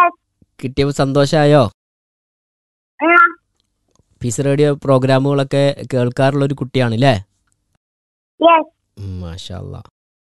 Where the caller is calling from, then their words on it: Malappuram district, Kerala, India